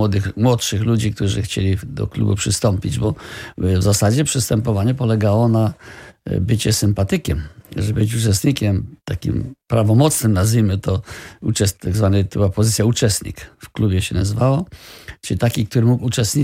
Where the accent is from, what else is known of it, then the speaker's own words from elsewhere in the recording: Greater Poland Voivodeship, Poland; moved away as an adult; also born or lived in Wrocław; ja pochodzę z Wielkopolski. Ale z tej mojej Wielkopolski na studia było bliżej do Wrocławia niż do Poznania.